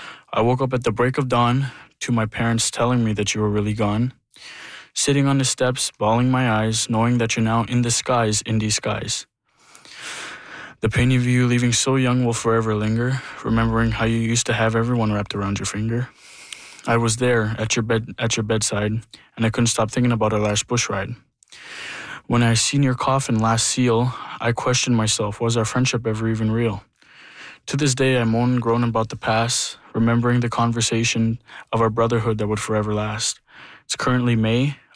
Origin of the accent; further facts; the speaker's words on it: Rapid Lake, Quebec, Canada; I come from Kitikanzibi in Rapid Lake.